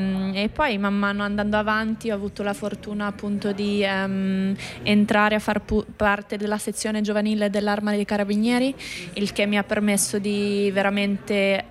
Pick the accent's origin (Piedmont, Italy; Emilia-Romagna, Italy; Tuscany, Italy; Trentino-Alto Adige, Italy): Trentino-Alto Adige, Italy; Anterselva; essendo nata e cresciuta lì.